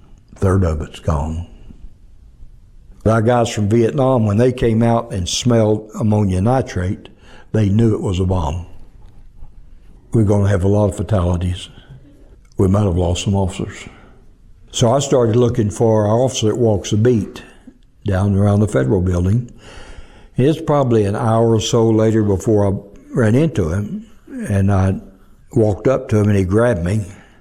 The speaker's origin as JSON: {"language": "English", "region": "Arkansas", "country": "United States", "said": "And that's when I found out he was from Arkansas. I'm from Arkansas."}